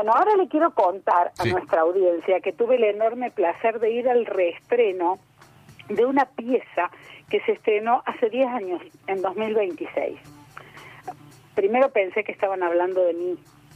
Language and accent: Spanish; Argentina; y considero que como argentinos ya estamos hechos.